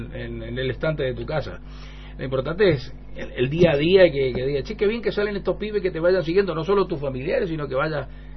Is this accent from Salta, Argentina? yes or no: no; Chaco, Argentina; Yo soy el periodista del Chaco